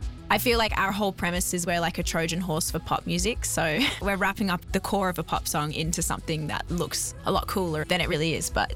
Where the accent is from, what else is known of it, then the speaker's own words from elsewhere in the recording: Perth, Western Australia, Australia; And we are … from Perth, WA.